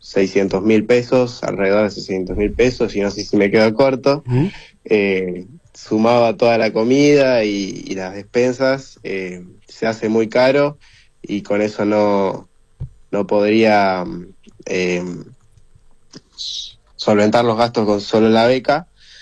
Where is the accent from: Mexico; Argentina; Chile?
Argentina; Es un orgullo el poder representar a Argentina, a mi país